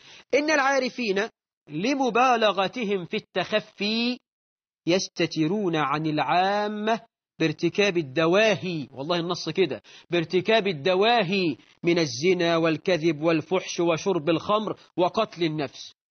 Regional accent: Egypt; موجودة عندنا في مصر في منطقة اللسان في دمياط

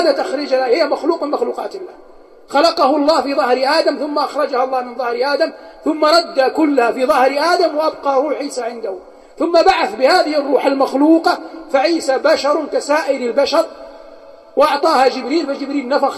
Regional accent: Hejaz, Saudi Arabia; عندنا في الحجاز

